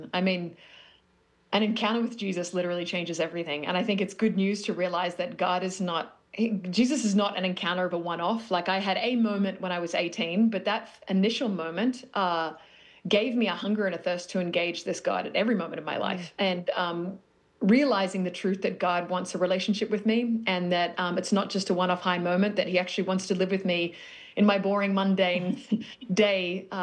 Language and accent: English; Australia